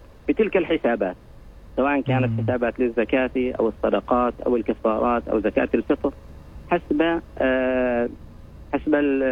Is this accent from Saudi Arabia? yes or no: no; Oman; في بلدنا سلطنة عمان